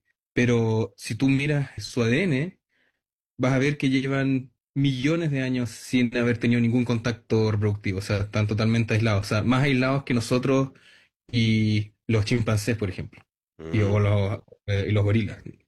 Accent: Chile; moved away; yo soy originalmente de Chile

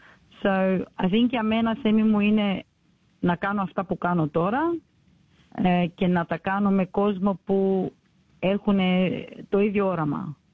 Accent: Sydney, New South Wales, Australia; Εγώ γεννήθηκα στο Balmain, μετά περίπου τρία χρονών πήγαμε στο Canterbury, στο Canterbury Road. Και είχαμε φρουτομαρκέτα και ζούσαμε πάνω από το μαγαζί για κάποια χρόνια. Και μετά πήγαμε στο Rowwood

